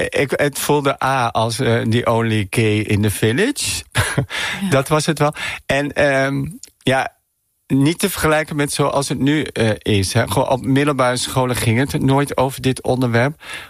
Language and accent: Dutch; Friesland, Netherlands; Ik ben opgegroeid op het Friese platteland. Mijn ouders hadden een hele grote boerderij. En wij hadden heel veel ruimte om overal te spelen. En dan, het was een heel klein dorpje in Friesland.